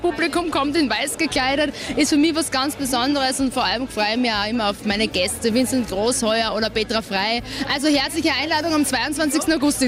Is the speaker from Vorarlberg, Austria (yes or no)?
no; Voitsberg, Styria, Austria; mein großes Heimkonzert, mein Heimspiel in Voitsberg.